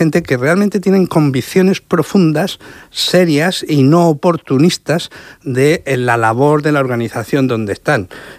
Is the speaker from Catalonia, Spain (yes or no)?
no; Yecla, Region of Murcia, Spain; also born or lived in Lorca; Yo vengo de Yecla y de Lorca.